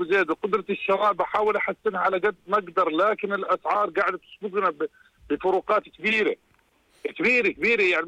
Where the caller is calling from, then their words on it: Irbid, Irbid Governorate, Jordan; عندنا في اربد